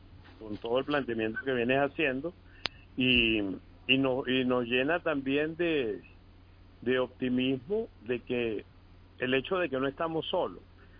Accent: Venezuela

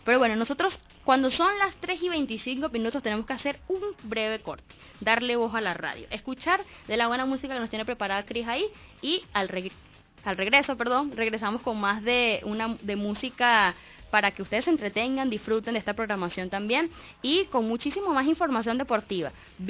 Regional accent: Venezuela

